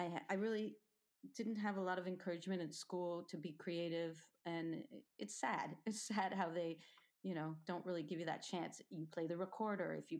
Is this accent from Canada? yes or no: yes; Toronto, Ontario, Canada; also born or lived in Berlin; I was born in Toronto, in a suburb, and I went to Jewish parochial school, so that's like half day Hebrew, half day English, and I was not very happy about it.